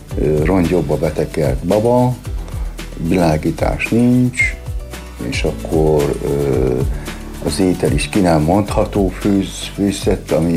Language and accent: Hungarian; Szabolcs-Szatmár-Bereg, Hungary; born there; also born or lived in Nyírbátor